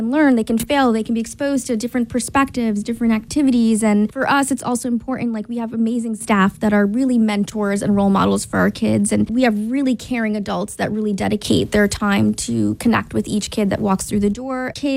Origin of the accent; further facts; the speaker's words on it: Hudson Valley, New York, United States; I'm from the Hudson Valley native, lived here for over 40 years.